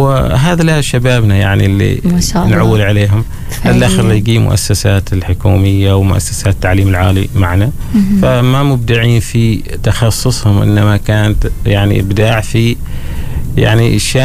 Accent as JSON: {"language": "Arabic", "town": "Muscat", "region": "Muscat Governorate", "country": "Oman", "said": "يعني أنا مثلا من مسقط"}